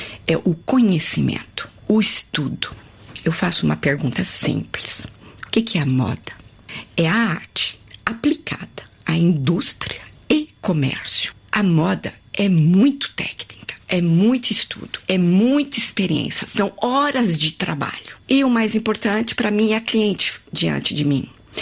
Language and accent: Portuguese; Brazil; now in France; Vim do Brasil há mais de 30 anos e dizer eu quero ser uma estilista é como ir para o Brasil e dizer eu quero ser um jogador de futebol.